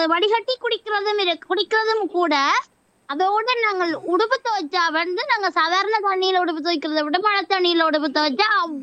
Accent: India; born there; moved away; இந்தியாவில் நான் அப்பா கூட இருந்த ஒரு இடத்துல

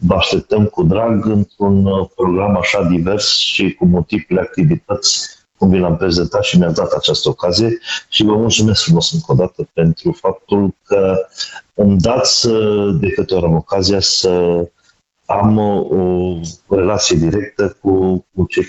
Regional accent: Zalău, Sălaj County, Romania; comunitatea noastră, adică orașul nostru drag, numit Zalău.

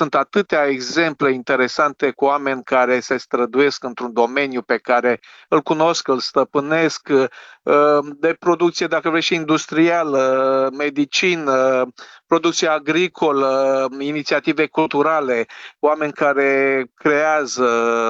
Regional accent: Romania; mă fac să spun că sunt mândru că sunt român, sunt proud to be Romanian

